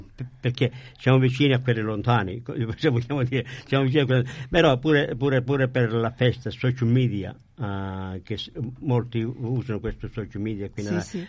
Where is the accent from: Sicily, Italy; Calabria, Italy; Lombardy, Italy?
Calabria, Italy; siamo a parte tutto siamo calabresi, ma secondo me siamo italiani